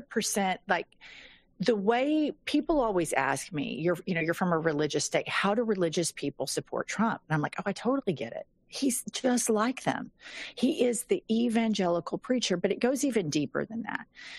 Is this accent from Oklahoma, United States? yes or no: yes; Oklahoma City, Oklahoma, United States; These friends I grew up with in Oklahoma City